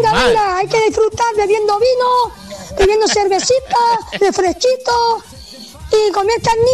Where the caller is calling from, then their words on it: Canary Islands, Spain; la de la montaña de los Galeos.